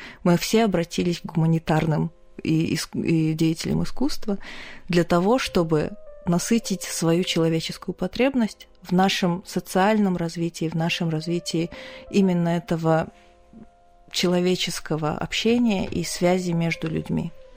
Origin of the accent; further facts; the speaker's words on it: Kazakhstan; то есть как любая хорошая казашка, я обращаюсь к синкретизму практически всегда.